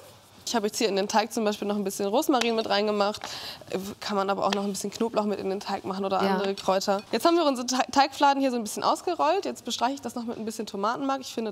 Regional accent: Northern Germany, Germany; Ich komme ja aus dem Norden und oben bei uns gibt es ja den Grünkohl.

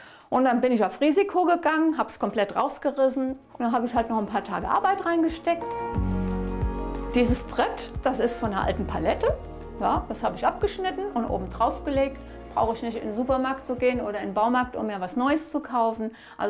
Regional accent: Rhineland-Palatinate, Germany; Ich bin praktisch im Wald aufgewachsen, und zwar im Gelbachtal.

